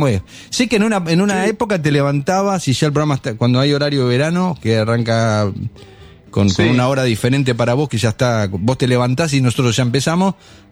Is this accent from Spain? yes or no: no; Argentina; Igual soy recontra más argentino que español, porque español no tengo ni para la ciudadanía. Pero todos mis apellidos son españoles o medio, viste, de ahí.